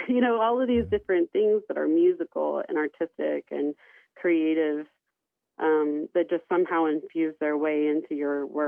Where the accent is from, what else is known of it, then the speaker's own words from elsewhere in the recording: Oklahoma, United States; now in Flint Hills, Kansas, United States; I'm from Oklahoma, down at the Citizen Potawatomi Nation, south of Shawnee, Fire Lake.